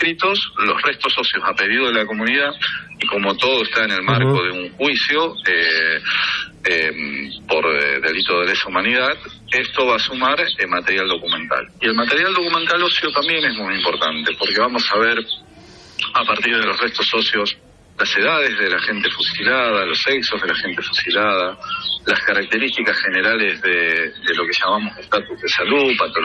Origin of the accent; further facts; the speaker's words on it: Rosario, Santa Fe, Argentina; Yo soy de Rosario, de la Universidad Nacional de Rosario, del equipo argentino de antropología forense.